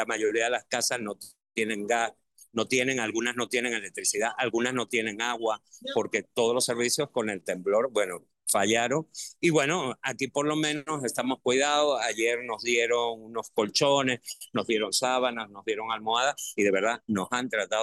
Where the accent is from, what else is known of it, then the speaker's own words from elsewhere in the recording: Spain; now in Venezuela; Yo me vine de España hace 40 años ya. Uno ya aquí tiene sus raíces. Venezuela te dio muchas posibilidades que España en su momento a lo mejor no nos podía dar.